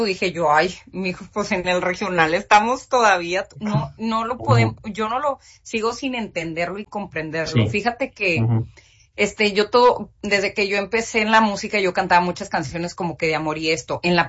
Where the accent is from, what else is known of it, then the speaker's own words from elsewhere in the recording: Mexico; siendo mexicanos